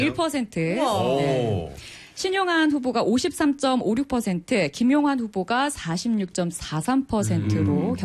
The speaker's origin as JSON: {"language": "Korean", "region": "North Chungcheong", "country": "South Korea", "tie": "born or raised there", "said": "제 고향 충북."}